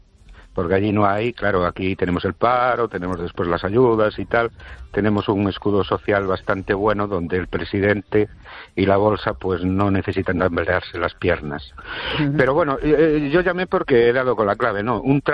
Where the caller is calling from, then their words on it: Ourense, Galicia, Spain; Buenas noches, Esther y oyentes. … de Orense.